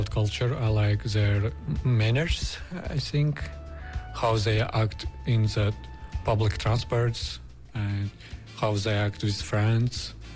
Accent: Uzbekistan; moved away as an adult; now in Busan, South Korea; I am from Uzbekistan. I am a student.

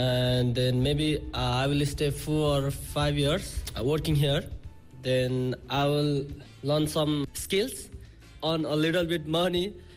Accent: Nepal; now in South Korea; Since I'm from South Asia

